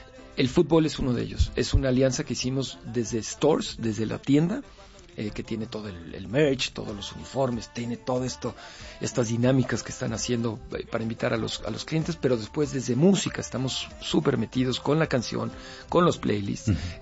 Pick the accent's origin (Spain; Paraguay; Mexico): Mexico; Como aficionado, como mexicano